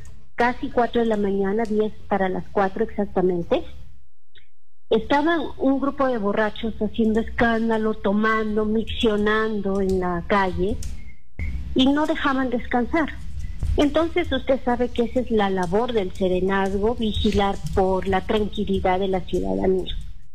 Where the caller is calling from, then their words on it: Cajamarca, Peru; Estoy realmente muy indignada como cajamarquina